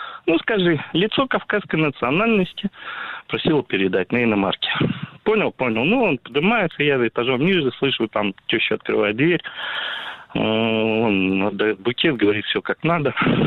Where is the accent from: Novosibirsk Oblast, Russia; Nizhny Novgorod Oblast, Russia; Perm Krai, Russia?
Novosibirsk Oblast, Russia; Novosibirsk; Я из Новосибирска.